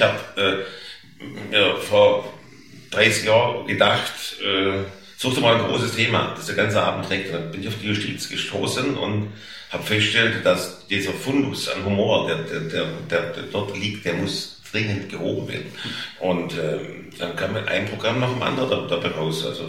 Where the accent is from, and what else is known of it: Stuttgart, Baden-Württemberg, Germany; accent: Swabian